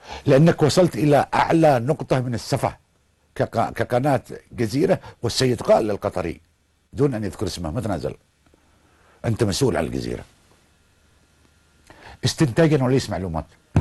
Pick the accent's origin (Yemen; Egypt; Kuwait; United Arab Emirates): Yemen